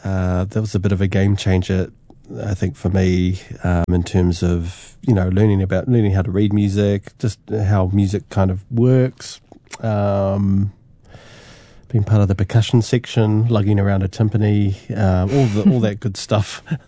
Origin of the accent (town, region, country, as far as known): Dunedin, Otago, New Zealand; born or raised there; moved away as an adult; also born or lived in Wellington